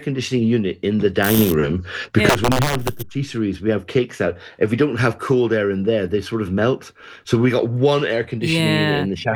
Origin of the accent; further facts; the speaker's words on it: Northern Ireland, United Kingdom; I'm Northern Irish.